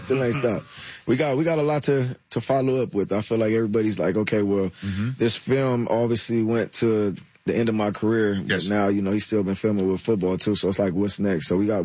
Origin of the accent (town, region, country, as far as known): Los Angeles, California, United States; born or raised there